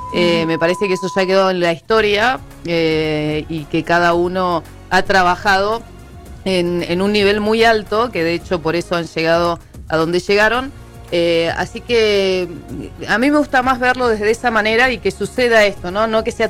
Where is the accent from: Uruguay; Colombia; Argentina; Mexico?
Argentina